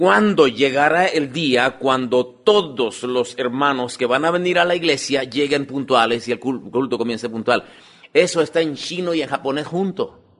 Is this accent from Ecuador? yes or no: no; Mexico; Como mexicanos, como hispanos